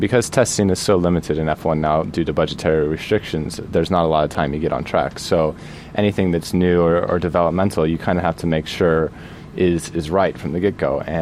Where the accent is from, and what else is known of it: United States